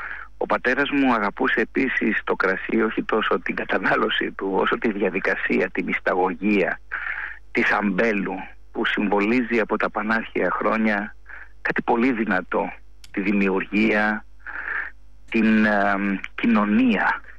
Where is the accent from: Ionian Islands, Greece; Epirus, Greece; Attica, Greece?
Ionian Islands, Greece; Είμαι στην Κεφαλονιά, είναι η ιδιαίτερη πατρίδα μου. Είχαμε λοιπόν αμπέλια, τα καλλιεργούσαμε και τα τριγούσαμε με παραδοσιακές μεθόδους.